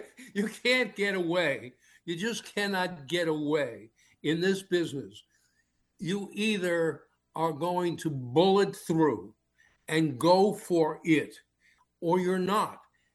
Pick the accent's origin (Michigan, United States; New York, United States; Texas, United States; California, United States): New York, United States; I'm a New Yorker